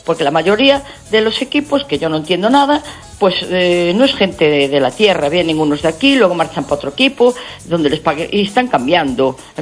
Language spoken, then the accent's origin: Spanish; A Coruña, Galicia, Spain